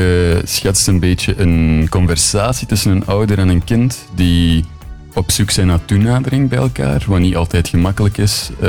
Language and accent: Dutch; Sint-Niklaas, Flanders, Belgium; moved away as an adult; now in Ghent, Belgium; We zijn oorspronkelijk van Sint-Niklaas, maar ondertussen wonen we toch al enkele jaren in Gent.